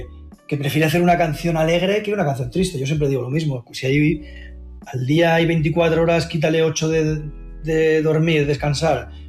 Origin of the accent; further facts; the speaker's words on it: Basque Country, Spain; Somos de aquí, somos del País Vasco